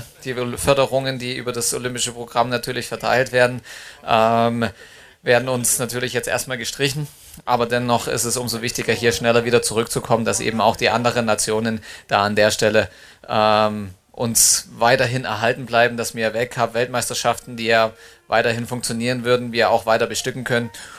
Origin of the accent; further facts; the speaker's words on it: Saxony, Germany; now in Bavaria, Germany; Ja, als Bayer fühle ich mich noch nicht. Ich bin immer noch im Herzen Erzgebirger. Das werde ich auch immer bleiben.